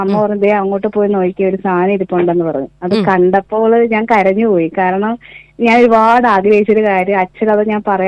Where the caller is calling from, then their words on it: Karunagappally, Kerala, India; കരുനാഗപ്പള്ളിന്ന്.